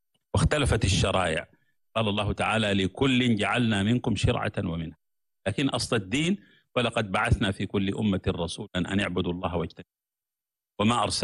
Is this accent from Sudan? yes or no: yes; Sudan; فانا سوداني بمنطق وطن الجغرافيا، افريقي بمنطق وطن الجوار، وانتمي الى الامه العربيه بمنطق اللسان من المحيط الى الخليج، وانتمي الى الامه الاسلاميه بمنطق العقيده من طنجه الى جاكرتا،